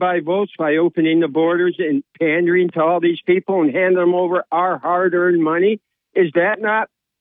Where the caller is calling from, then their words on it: Vestal, New York, United States; from Vestal.